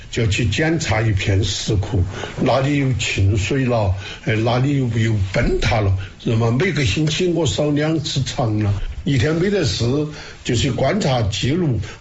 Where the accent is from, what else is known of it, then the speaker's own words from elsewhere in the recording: Sichuan, China; 你们叫热闹，我们四川人叫闹热。